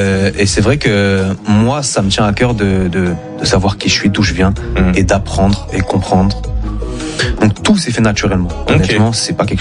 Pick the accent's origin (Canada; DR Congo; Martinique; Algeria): Martinique; Et d'ailleurs, je dis que je suis Martinique, mais je suis haïtien dans le cœur aussi.